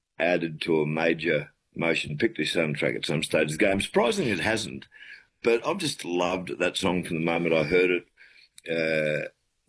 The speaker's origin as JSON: {"language": "English", "town": "Stanthorpe", "region": "Queensland", "country": "Australia", "tie": "born or raised there", "said": "I think probably because being born and raised in Stanthorpe, winter, particularly August, is just, it's cold."}